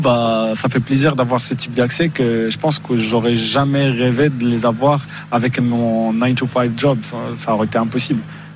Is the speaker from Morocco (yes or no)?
yes; Morocco; also born or lived in France; En tant que Marocain